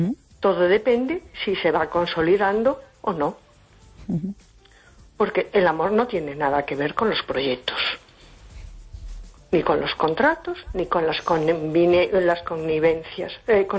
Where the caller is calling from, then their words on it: A Coruña, Galicia, Spain; de Coruña.